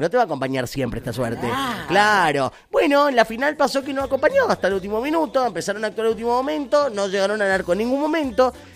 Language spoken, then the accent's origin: Spanish; Argentina; somos argentinos, nos levantamos de las caídas siempre, muchachos.